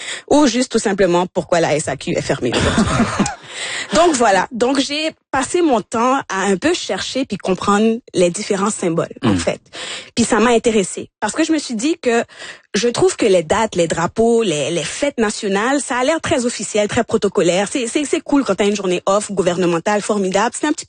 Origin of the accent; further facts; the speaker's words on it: Longueuil, Quebec, Canada; also born or lived in Montreal; Je suis de Longueuil.